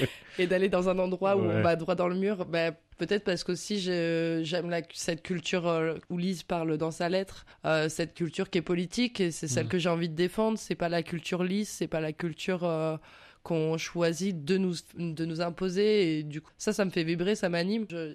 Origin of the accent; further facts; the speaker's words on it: Pays de la Loire, France; je viens du Maine-et-Loire.